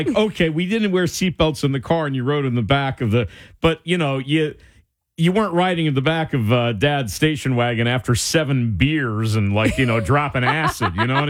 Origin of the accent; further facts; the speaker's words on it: Rahway, New Jersey, United States; I grew up in Rahway.